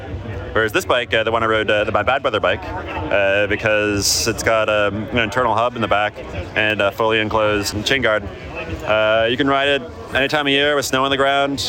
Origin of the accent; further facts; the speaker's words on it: Connecticut, United States; moved away as an adult; now in Brooklyn, New York, United States; I'm a Brooklynite. I've lived in Brooklyn since 2013. Grew up a little further out in Connecticut, past New Haven.